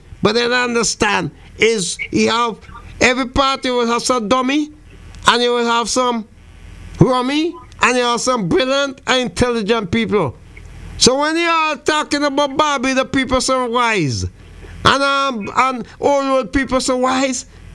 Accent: St. Vincent & Grenadines; Because right now, my hometown down in St. Vincent de Grenadines, at the same hour, some of them the UPP.

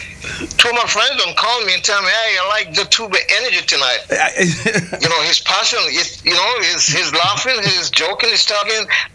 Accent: Antigua & Barbuda; now in United States; you remember growing up in Antigua?

